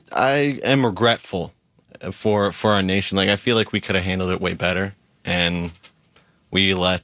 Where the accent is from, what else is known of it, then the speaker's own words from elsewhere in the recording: Georgia, United States; moved away; I'm from Georgia.